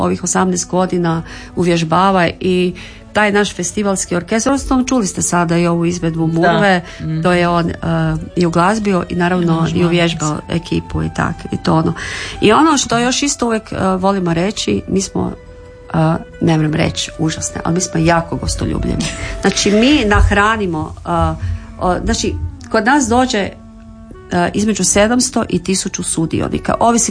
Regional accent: Slatina, Virovitica-Podravina County, Croatia; moved away; ja sam rođena u Virovitici, ali on je baš Virovitičanin, a ja sam zapravo iz Slatine, iz jednog najljepšeg sela u Slavoniji koje se zove Nova Bukavica.

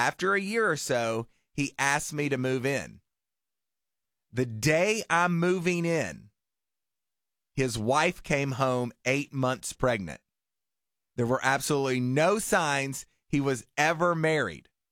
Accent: Nova Scotia, Canada; I was from Nova Scotia, which is on the opposite side of the country from Alberta.

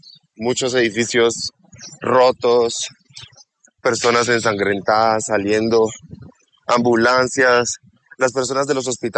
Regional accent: Bogotá, Colombia; soy influencer de aquí de Colombia, de la ciudad de Bogotá

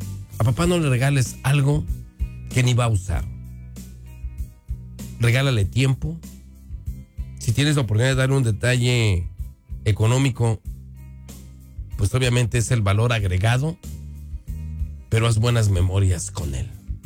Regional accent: Mexico; Oficialmente, para algunos países de Centroamérica y nosotros como mexicanos, uno es considerado adulto a partir de los 18 años

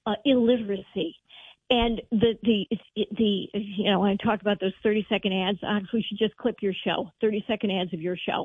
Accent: Munster, Indiana, United States; I grew up in Northwest Indiana in the 60s and 70s. I went to Munster, Indiana Public Schools.

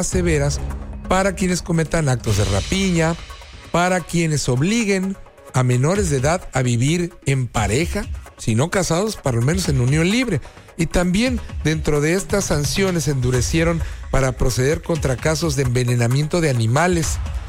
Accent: Mexico; a veces los propios enemigos somos los mismos mexicanos, siendo que debíamos de apoyarlos.

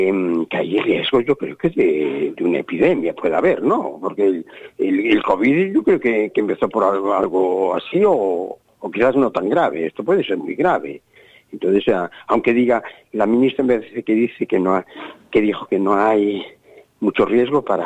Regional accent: Ares, Galicia, Spain; La Virgen de Carmen me encanta porque mi pueblo era muy marinero de Ares y se celebraba mucho ya desde pequeñito el … tan bonito.

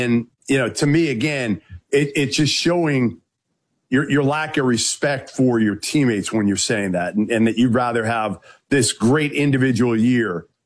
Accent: Boston, Massachusetts, United States; I'm a Bostonian, right? I've been born to hate New York teams.

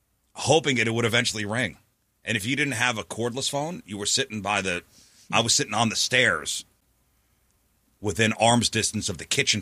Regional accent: New York City, New York, United States; now in St. Louis, United States; I grew up in New York City

